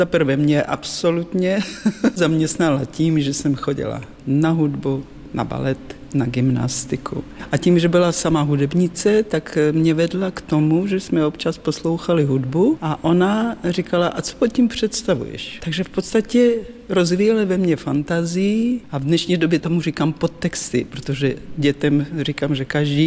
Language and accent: Czech; Uzhhorod, Zakarpattia Oblast, Ukraine; now in Prague, Czechia; Já teda pocházím z Podkarpatské Rusy, žili jsme v Užhorodě, po absolutoriu maminka se provdala za Čecha a my jsme se chystali vyjet do Československa.